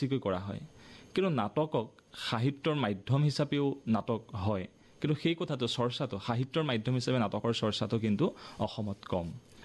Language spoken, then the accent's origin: Assamese; Nagaon, Assam, India; মই নগাঁৱৰ বাসিন্দা